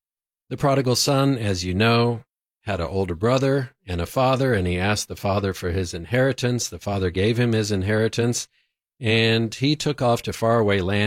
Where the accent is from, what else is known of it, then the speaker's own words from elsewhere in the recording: South Africa; also born or lived in Houston, United States; When I was growing up in South Africa, at about 7 years old, another kid on the soccer team called me a Jew boy.